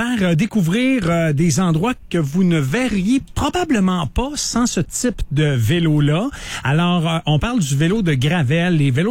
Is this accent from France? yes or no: no; Quebec, Canada; chez nous au Québec